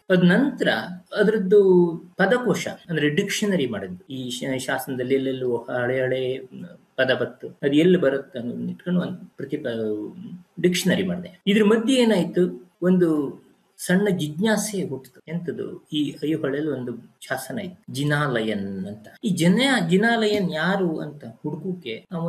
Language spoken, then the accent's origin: Kannada; Byndoor, Karnataka, India; born there; moved away as an adult; also born or lived in Govardhan, Uttar Pradesh / Mayapur, West Bengal; now in Bengaluru, India; ನಾ ಕಲ್ತದ್ದೆಲ್ಲ ಊರಲ್ಲೇ, ಸ್ವಲ್ಪ ಬೇರೆ ಬೇರೆ ಕಡೆನೂ ಕಲ್ತಿದ್ದೆ. ಆದ್ರೆ ಊರಲ್ಲೇ ಕಲ್ತ ಮಾರಲ್ಲ, ಅಲ್ಲೇ ಬೈಂದೂರಲ್ಲೇ ಕಲ್ತ ಮಾರಲ್ಲ. ಬೈಂದೂರಲ್ಲಿ ಒಂದ್ 2 ವರ್ಷ ಕಲ್ತದ್ದು ಅಷ್ಟೇ ಬಿಟ್ರೆ ಮತ್ ನಾನು ಬೈಂದೂರಲ್ಲಿ ಕಲ್ತ ಮಾರಲ್ಲ. ಆದ್ರೆ ಕೆಲಸ ನಂದು ಆರಂಭ ಇದ್ದು ಉತ್ತರ ಪ್ರದೇಶದಲ್ಲಿ.